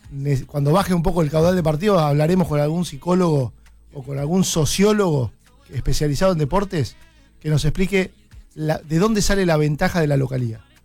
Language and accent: Spanish; Argentina